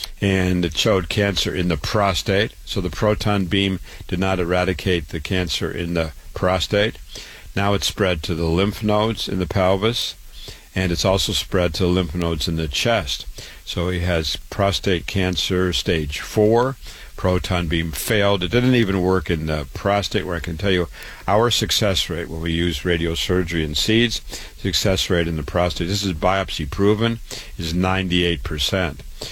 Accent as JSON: {"language": "English", "town": "Waterloo", "region": "Iowa", "country": "United States", "tie": "born or raised there", "said": "just to introduce myself for a moment, I was born and raised in Waterloo, Iowa. I went to public schools"}